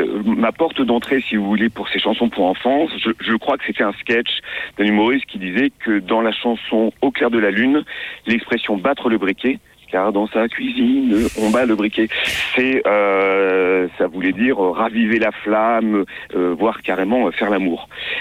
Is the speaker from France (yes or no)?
yes; Grenoble, Auvergne-Rhône-Alpes, France; Donc je suis allé à la bibliothèque de Grenoble, puisque je suis de Grenoble.